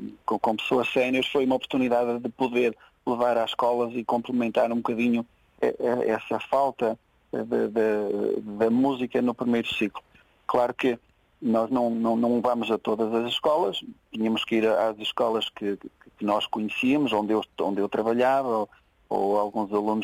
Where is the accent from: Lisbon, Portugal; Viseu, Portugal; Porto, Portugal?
Viseu, Portugal; Cujó; now in Vila Nova de Gaia, Portugal; Eu sou natural de uma aldeia próxima de Castro Daire, Cujó, Castro Daire, mas vivo em Vila Nova de Gaia desde 2011.